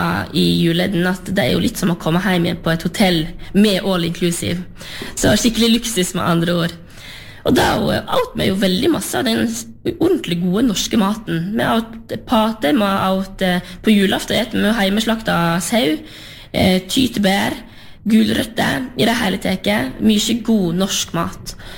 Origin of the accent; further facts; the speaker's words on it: Luster, Vestland, Norway; som jeg kommer jo selv ifra Lerigard på Sørheim